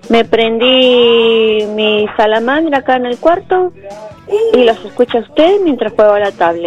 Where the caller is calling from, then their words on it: Buenos Aires, Argentina; de Matadero.